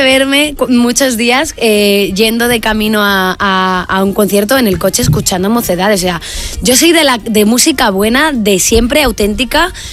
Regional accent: Veganzones, Castile and León, Spain; Mi pueblo está en Beganzones.

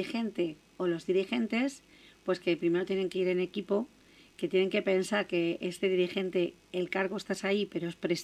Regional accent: Leganés, Community of Madrid, Spain; yo soy de Leganés

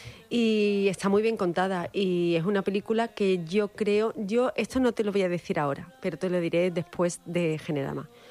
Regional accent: Málaga, Andalusia, Spain; yo digo que soy andaluza. Y eso es muy importante. Yo soy malagueña y vivo en Málaga y yo quiero muchísimo a mi ciudad

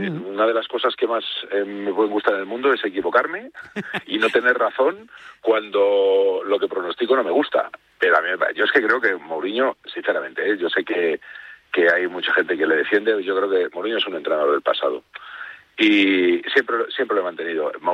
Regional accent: Spain; Yo soy español por un lado, por lo tanto me decanto por Lamine, y madridista por otro

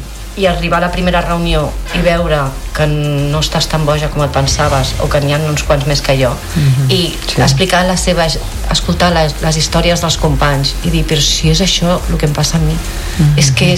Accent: Girona, Catalonia, Spain; Jo sóc de Girona.

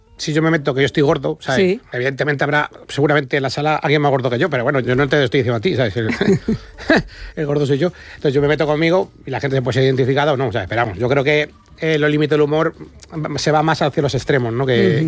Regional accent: Aranjuez, Community of Madrid, Spain; accent: Toledo; Yo soy de Aranjuez, pero es frontera con Toledo, o sea... Todos los bolos.

